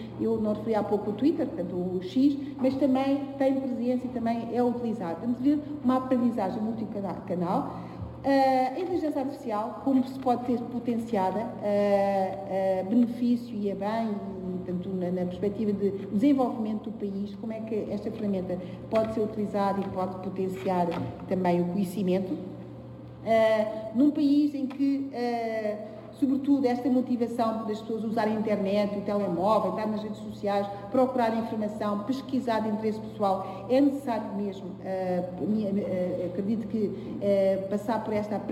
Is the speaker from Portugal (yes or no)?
no; Angola; Como angolana, com família em Angola, se não fosse as redes sociais, muitas vezes, se calhar, ou internet, possivelmente não tinha tanto contato com a minha família, em diferentes províncias